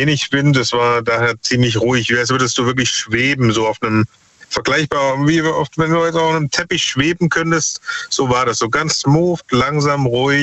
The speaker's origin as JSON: {"language": "German", "town": "Dresden", "region": "Saxony", "country": "Germany", "tie": "born or raised there", "lives_now": "Stuttgart, Germany", "said": "Stuttgart geboren, Dresden groß geworden und jetzt seit 10 bis 15 Jahren wieder hier im Ländle, ne?"}